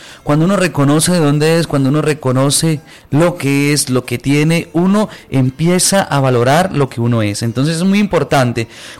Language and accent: Spanish; Norte de Santander, Colombia; also born or lived in Carmen de Nazaret; Las voces de los que nos sentimos nortesantanderianos, colombianos, de uno u otro municipio.